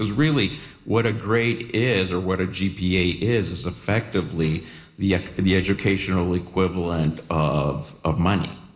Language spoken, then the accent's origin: English; Canada; now in United States; Well, it's even more complicated than that, because I'm a Canad